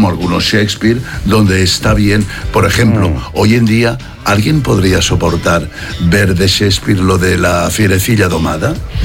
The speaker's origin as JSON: {"language": "Spanish", "region": "Catalonia", "country": "Spain", "also_born_or_lived": "Madrid / Barcelona", "moved": "yes", "said": "Yo las hago únicamente al idioma que más domino, aún siendo catalán, pero me expreso mucho mejor en el castellano. Pero entre otras cosas porque he vivido en Madrid mucho más tiempo que en Barcelona."}